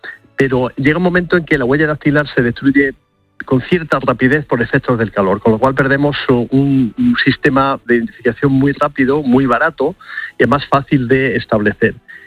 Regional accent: Andalusia, Spain; Claro, en este caso concreto de Almería, que por cierto es mi tierra y no muy lejos de por allí

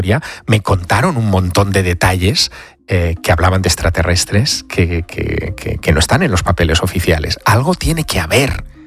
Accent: Teruel, Aragon, Spain; Pues mira, me voy a Teruel, a mi ciudad natal.

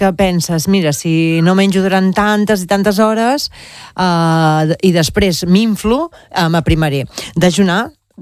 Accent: Mataró, Catalonia, Spain; jo soc de Mataró

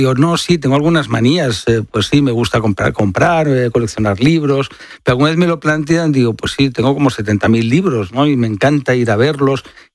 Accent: Barcelona, Catalonia, Spain; born there; en mi tierra, Barcelona, y por tanto, desde jovencito

